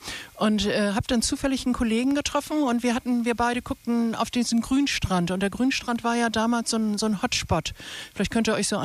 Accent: Hamburg, Germany; born there; now in Travemünde, Germany; bin Neubürger in Travemünde gewesen. Bin eigentlich eine geborene Hamburgerin, wie das so, wenn du die Hamburger in Travemünde rausnimmst, dann ist der halbe Ort leer. Also ich gehöre zu denen, die auch umgesiedelt sind.

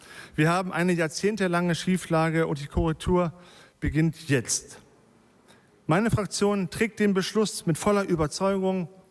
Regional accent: Kunzhorde, Germany; Ich bin in Kunzhorde aufgewachsen, dem Dorf nebenan. Als ich aufs Gymnasium kam, musste ich jeden Morgen in die Innenstadt fahren.

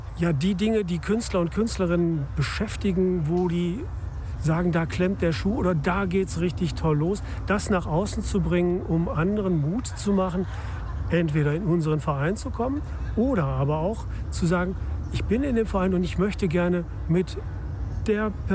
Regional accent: Hamburg, Germany; ich komme aus Hamburg.

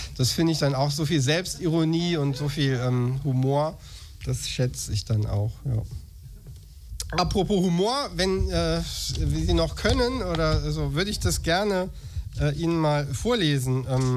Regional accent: Viersen, North Rhine-Westphalia, Germany; Ich komme ja aus dem Niederrhein, aus Viersen.

